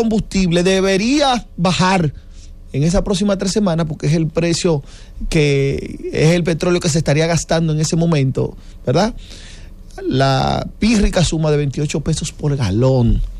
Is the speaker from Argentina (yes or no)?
no; Dominican Republic